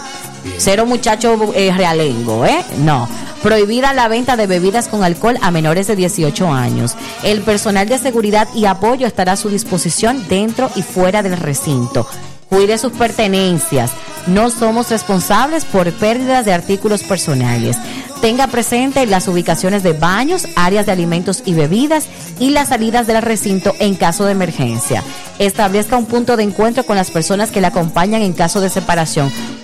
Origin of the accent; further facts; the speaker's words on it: Dominican Republic; vamos a estar presenciando y viviendo como público, como dominicanos y dominicanas